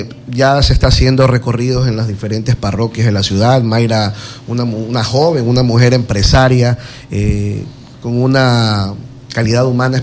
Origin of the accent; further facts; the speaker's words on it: Quevedo, Los Ríos, Ecuador; Somos la ciudad de Quevedo, carajo.